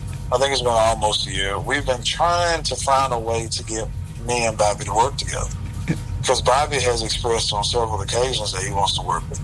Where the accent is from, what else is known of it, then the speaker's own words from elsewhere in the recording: Louisiana, United States; we're all from Louisiana